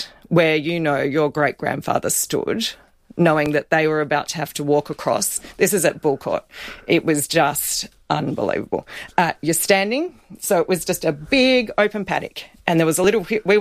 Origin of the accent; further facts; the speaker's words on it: South Australia, Australia; met my grandfather, and that's how I ended up growing up in the South East.